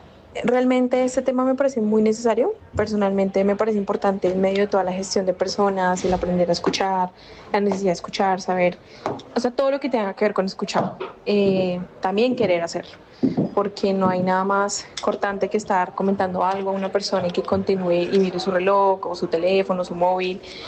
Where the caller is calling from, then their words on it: Colombia; soy de Colombia y estoy haciendo un máster de tecnología de cooperación internacional.